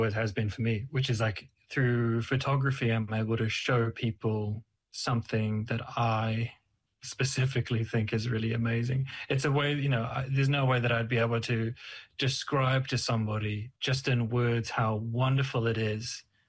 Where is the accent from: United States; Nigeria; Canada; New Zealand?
New Zealand; Porirua, Wellington; I grew up in Porirua